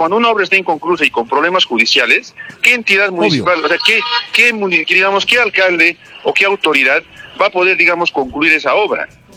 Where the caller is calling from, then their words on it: Calca, Cusco, Peru; Soy calqueño.